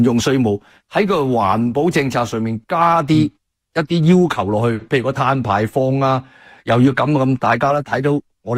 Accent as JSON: {"language": "Cantonese", "country": "Canada", "said": "基本上如果值得利用呢，我哋加拿大人呢坐一阵勾批只脚都唔使都叹过世嘅。"}